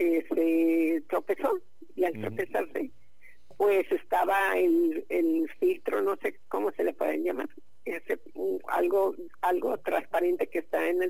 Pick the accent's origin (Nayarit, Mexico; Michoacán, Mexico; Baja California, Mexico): Baja California, Mexico; Tijuana; somos millonarios los tijuanenses.